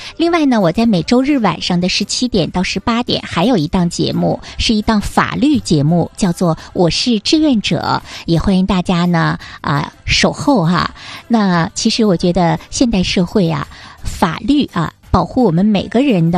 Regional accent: China

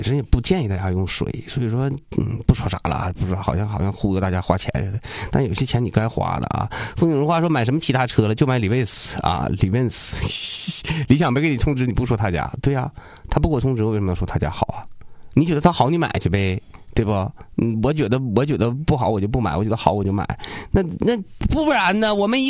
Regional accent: China; 别管我们中国人享受是吧？

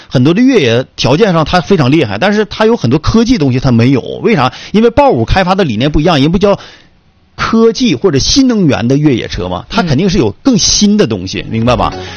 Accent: Northeast China, China; 我作为中国人，我必须得捧啊，作为本地人，作为东北人，那我必须得捧啊

